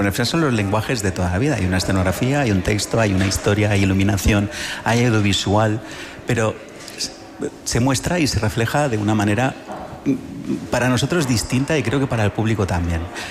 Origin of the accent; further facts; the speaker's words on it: Balearic Islands, Spain; Yo soy de Mallorca y el proyecto tiene una pierna en Mallorca y la otra está aquí en Madrid.